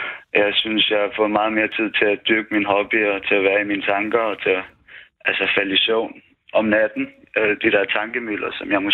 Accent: Rudersdal, Capital Region of Denmark, Denmark; now in Tingbjerg, Denmark; Jamen, jeg ringer fra Tingbjerg. Jeg er vokset op i Rudersdal Kommune, og der fik vi skole-iPads i 3. klasse.

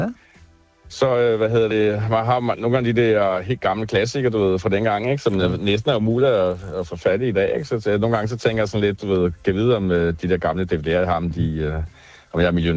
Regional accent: Munkebjergby, West Jutland, Denmark; Det ligger, hvad hedder det, ved Vestjylland, mellem Diana Lund og Sten Lille.

